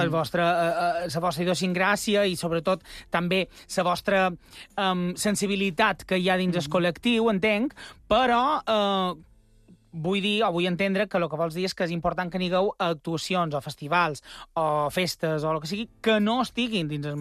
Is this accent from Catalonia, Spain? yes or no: no; Mallorca, Balearic Islands, Spain; Som mallorquins, clar que sí, cadascú té el seu accent.